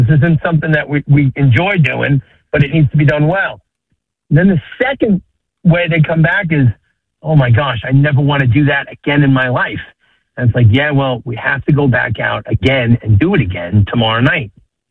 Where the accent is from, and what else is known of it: United States